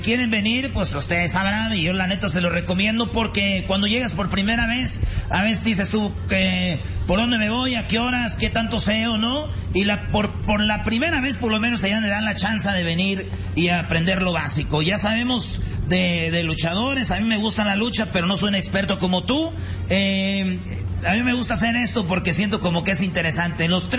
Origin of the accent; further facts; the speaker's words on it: Michoacán, Mexico; yo soy de Michoacán